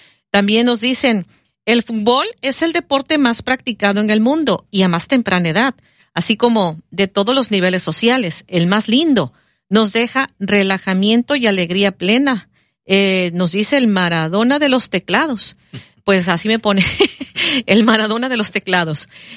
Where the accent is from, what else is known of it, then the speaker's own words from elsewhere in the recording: Mexico; No somos solo los mexicanos.